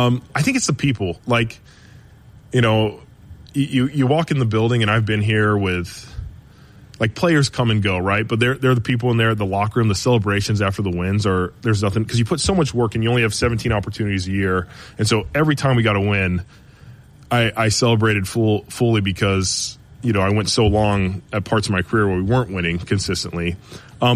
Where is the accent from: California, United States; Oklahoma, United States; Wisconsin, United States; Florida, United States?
California, United States; now in Cleveland, United States; Yeah, you know, I am from Southern California, but I think if you look at my background and family, like, it's based off of, like, blue-collar hard work.